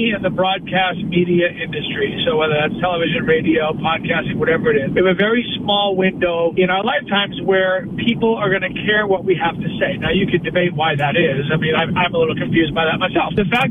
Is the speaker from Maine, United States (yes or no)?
yes; Maine, United States; my home state.